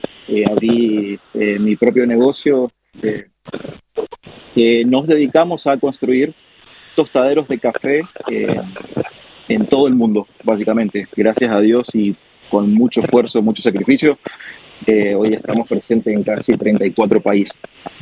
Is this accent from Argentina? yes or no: yes; Godoy Cruz, Mendoza, Argentina; Bueno, yo soy oriundo de Godecruz, Mendoza, nacido en la ciudad de La Cepa